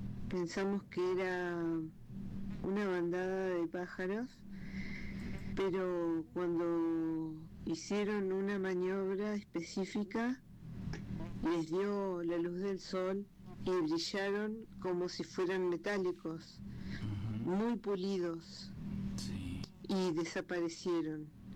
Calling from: Argentina; de Argentina.

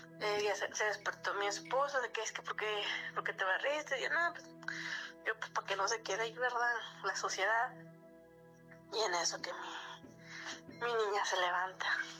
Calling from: Monterrey, Nuevo León, Mexico; Soy de Monterrey, Nuevo León

